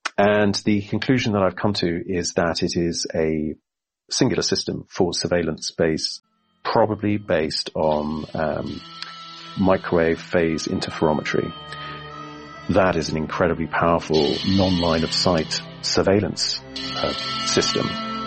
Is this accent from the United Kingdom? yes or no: yes; United Kingdom; I'm a British citizen.